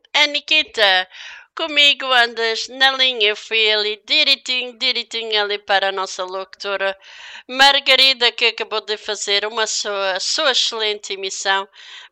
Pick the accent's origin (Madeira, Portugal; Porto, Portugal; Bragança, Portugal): Madeira, Portugal; born there; para a minha terra natal, para a Ilha da Madeira